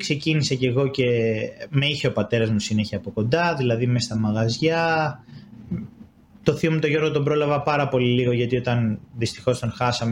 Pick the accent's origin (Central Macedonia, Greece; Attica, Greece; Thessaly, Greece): Attica, Greece; Athens; born there; Γεννήθηκα στην Αθήνα.